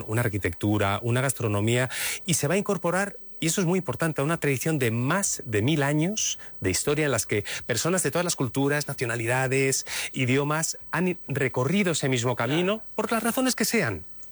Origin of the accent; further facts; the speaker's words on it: Madrid, Community of Madrid, Spain; a mí me hace mucha gracia como madrileño